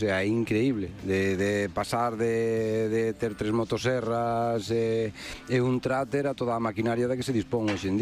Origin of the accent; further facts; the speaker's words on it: Moraña, Galicia, Spain; Eu son do Concello de Moraña.